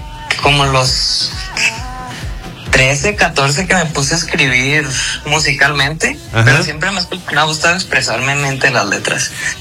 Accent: Culiacán, Sinaloa, Mexico; soy de Culiacán

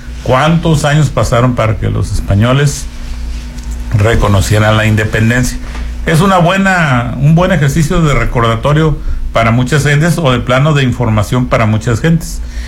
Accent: Mexico

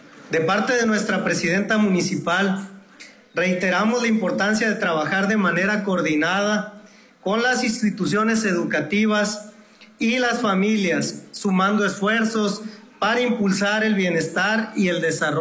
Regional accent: Mexico; reafirmar los valores que nos unen como mexicanos

